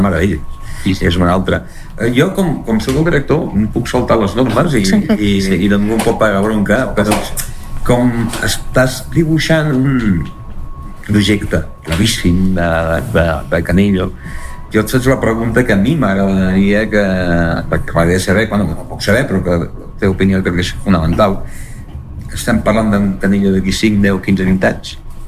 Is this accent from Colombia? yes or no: no; Andorra; al final tots som andorrans, no? I tots som visquem a Andorra